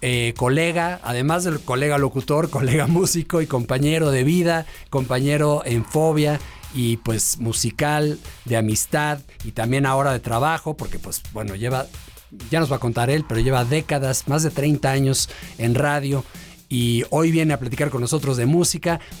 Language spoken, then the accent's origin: Spanish; Mexico